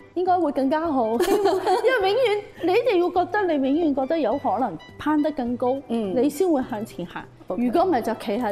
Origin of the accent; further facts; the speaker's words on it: Macau; moved away; 身為澳門人